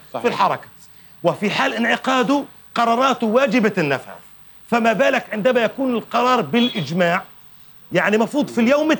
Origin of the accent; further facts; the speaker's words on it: Palestine; علينا كفلسطينيين قبل أن نكون فتحاويين أن نبقي على بارقة الأمل التي ظهرت بهذا اللقاء.